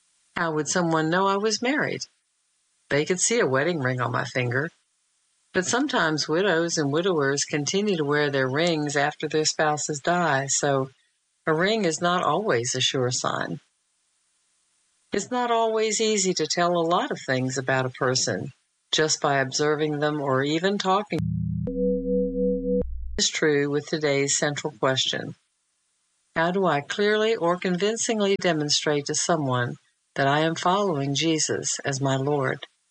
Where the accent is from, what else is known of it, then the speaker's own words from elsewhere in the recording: Alabama, United States; accent: Southern; How can people know that I'm a Southerner? Years ago, I was in a seminary in California. I was still driving our Volkswagen Beetle around with Alabama car tags.